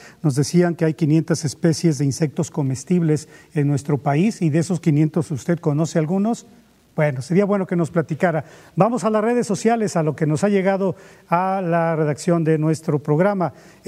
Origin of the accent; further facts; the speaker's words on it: Actopan, Veracruz, Mexico; La temporada de mangos en mi tierra, ya ve que hemos platicado que en Actopan pues es la cuna del Manila